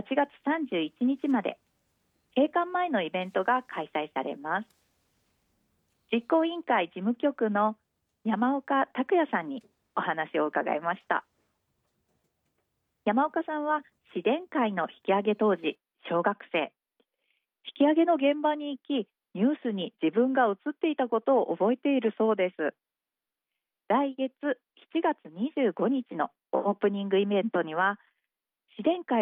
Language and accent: Japanese; Ainan, Ehime, Japan; now in Matsuyama, Japan; 私自身も愛南町で生まれ育って、